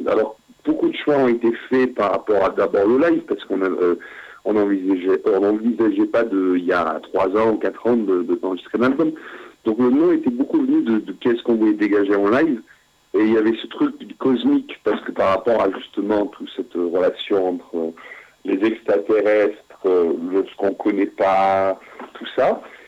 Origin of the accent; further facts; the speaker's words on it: Scotland, United Kingdom; accent: Scottish; mon accent écossais qui varie sort de temps en temps dans les paroles, ça aide pas aussi.